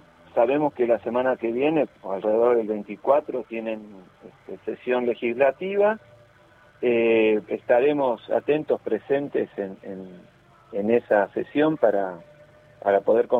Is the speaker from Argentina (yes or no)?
yes; El Bolsón, Río Negro, Argentina; soy de Bolsón, me queda en la otra punta de la provincia, no es tan fácil para mí viajar